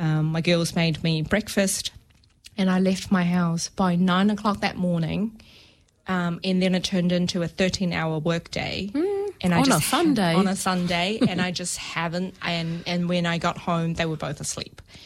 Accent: New Zealand; this is the competitive advantage of actually of being a New Zealander, is that we are so multicultural and so inclusive.

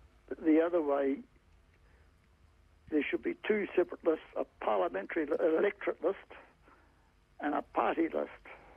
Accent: Auckland, New Zealand; moved away as an adult; Born and raised in Auckland. From all places. I came down here 12 years ago.

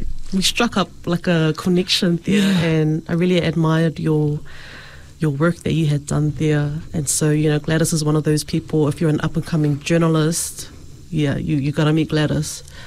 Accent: New Zealand; born there; I'm a Kiwi-born Samoan, and I've been surrounded by the Samoan community as well as the Tongan community

